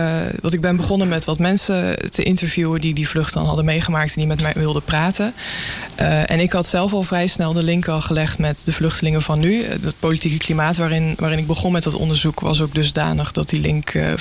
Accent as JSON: {"language": "Dutch", "town": "Breda", "region": "North Brabant", "country": "Netherlands", "tie": "born or raised there", "said": "ik ben opgegroeid in Breda."}